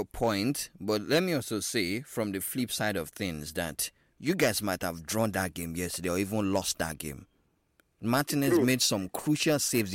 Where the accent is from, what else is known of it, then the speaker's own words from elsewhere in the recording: Rivers, Nigeria; now in Kogi State, Nigeria; from River State, but based in Kogi State.